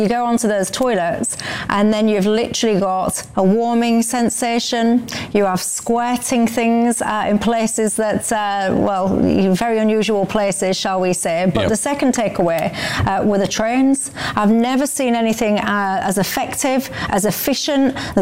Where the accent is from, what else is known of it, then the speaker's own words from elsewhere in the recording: Hull, Yorkshire and the Humber, United Kingdom; I'm from Hull.